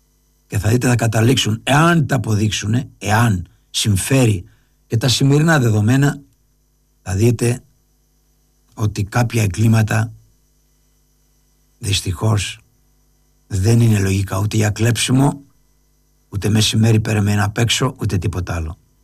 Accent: Lefkada, Ionian Islands, Greece; Πάνω που είμαι από τη Λευκάδα, το ξέχασα.

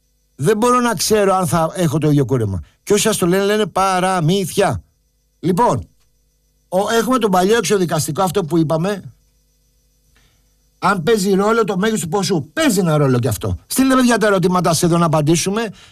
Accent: Thessaloniki, Central Macedonia, Greece; Είμαι από τη Θεσσαλονίκη και θα έχω αυτό το πρόβλημα.

